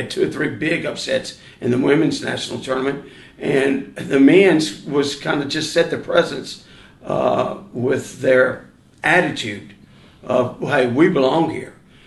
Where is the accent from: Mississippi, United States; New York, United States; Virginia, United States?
Mississippi, United States; Leland; moved away as an adult; also born or lived in Tulsa, Oklahoma; now in Southwest Mississippi, United States; I'm from the Delta, Leland, Mississippi. And there's not that many … in Mississippi.